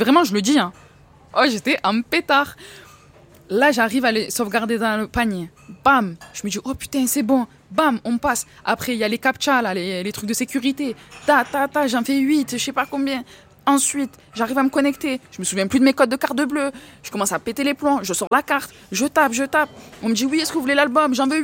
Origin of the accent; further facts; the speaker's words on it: Marseille, Provence-Alpes-Côte d'Azur, France; Je suis marseillais, je peux pas le.